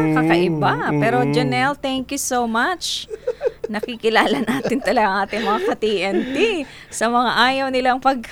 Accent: Bicol Region, Philippines; Certified Bicolana po ako.

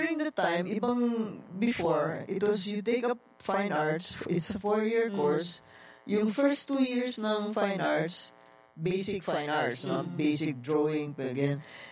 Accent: Davao, Davao Region, Philippines; Kasi taga-Davao talaga kami.

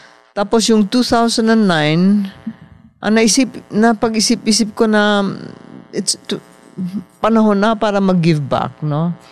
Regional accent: Parañaque, Metro Manila, Philippines; Kasi napakadaming batang kalye dito sa Pilipinas. Lalo na sa Paranaque, dahil taga Paranaque po kami.

